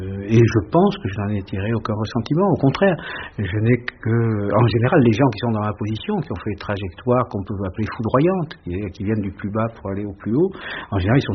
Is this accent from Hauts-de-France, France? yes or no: no; Nouvelle-Aquitaine, France; Je viens d'un tout petit village du Béarn, du sud-ouest de la France, bon, et d'une famille de tout petits fonctionnaires.